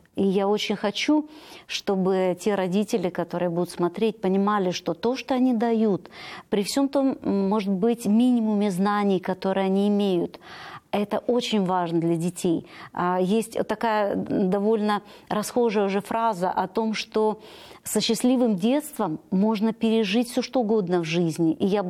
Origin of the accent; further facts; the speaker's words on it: Odesa Oblast, Ukraine; Я выросла на Украине, на юге Украины, в теплых местах. Это Одесская область. У меня очень простая семья, простые родители.